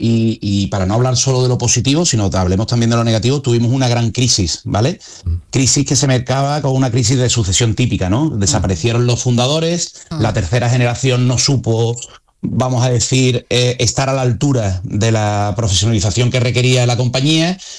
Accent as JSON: {"language": "Spanish", "region": "Andalusia", "country": "Spain", "said": "para no contestar como un gallego, sino como un buen andaluz"}